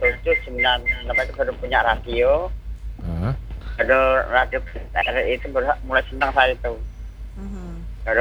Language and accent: Indonesian; Java, Indonesia; accent: medok; Ya, meskipun kita tuh orang Jawa